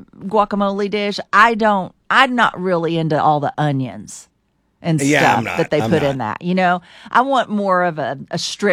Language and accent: English; Texas, United States; moved away; I'm originally from Texas.